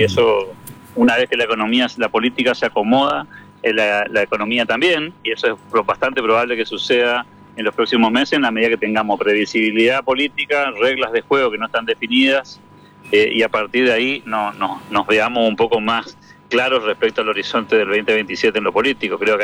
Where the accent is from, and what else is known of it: Argentina